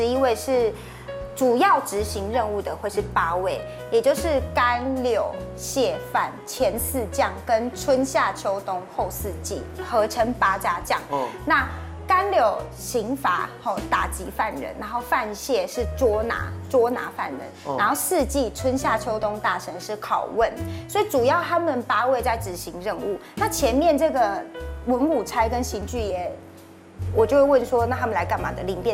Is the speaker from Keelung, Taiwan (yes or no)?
no; Kaohsiung, Taiwan; moved away as an adult; also born or lived in Taipei; 写完论文毕业回来到高雄的时候，发现我家乡的吉盛堂就面临这个导管的危机